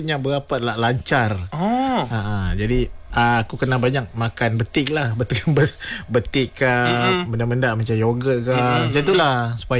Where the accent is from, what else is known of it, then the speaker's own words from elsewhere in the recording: Banting, Selangor, Malaysia; Ya, saya orang Banting. Saya orang Banting dah lama.